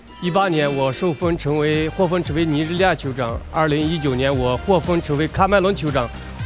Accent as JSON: {"language": "Chinese", "country": "China", "moved": "yes", "lives_now": "Cameroon", "said": "我们中国人的那种真诚"}